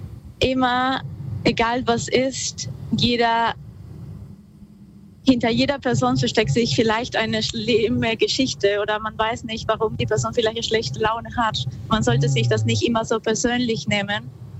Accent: northern Peru, Peru; Ich bin ein bisschen nördlich, komme ursprünglich aus Peru. Ich bin im Norden von Peru aufgewachsen und da gab es ja viel Natur

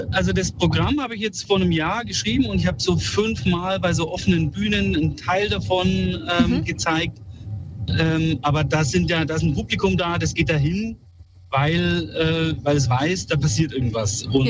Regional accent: Bayreuth, Bavaria, Germany; born or raised there

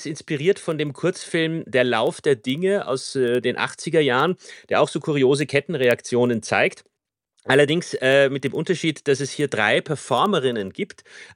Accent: Vienna, Austria

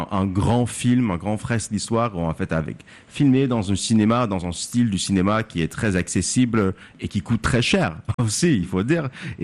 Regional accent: Canada; now in France; Je suis canadien, mais avec un titre de séjour français. Et je lis les quotidiens, je vis ma vie en France.

